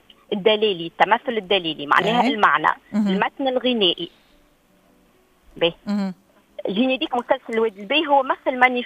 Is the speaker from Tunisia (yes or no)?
yes; Tunisia; صباح تونسنا الجميلة.